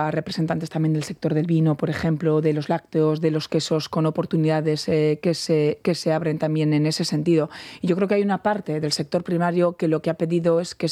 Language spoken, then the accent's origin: Spanish; Basque Country, Spain; Y es lo que defendemos como pueblo vasco.